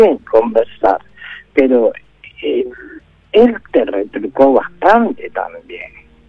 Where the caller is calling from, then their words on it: Buenos Aires, Argentina; De Villa Devoto.